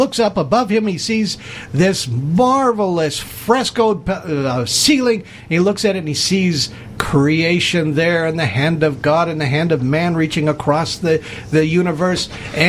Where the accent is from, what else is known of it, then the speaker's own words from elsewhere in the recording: Los Angeles, California, United States; And, you know, I was raised in Los Angeles and Hollywood movies and everything